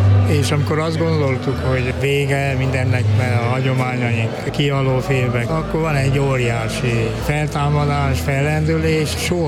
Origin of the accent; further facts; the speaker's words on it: Harghita, Romania; Ugye én a Csíki székely vagyok, én jobban ismertem az a keleti részt, a Moldvai Csángó magyar terepet, a gyémesi részt és egy pár székelyfalvi részt.